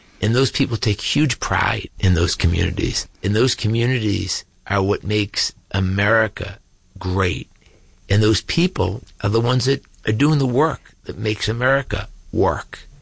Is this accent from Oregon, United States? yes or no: no; Massachusetts, United States; the church that I went to growing up outside of Boston is now condos